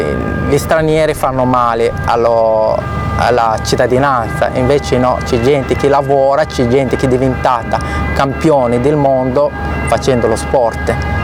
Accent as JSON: {"language": "Italian", "town": "Casablanca", "region": "Casablanca-Settat", "country": "Morocco", "second_language": "Italian", "moved": "as an adult", "lives_now": "Genoa, Italy", "said": "Io sono di Casablanca, fasciata sul mare"}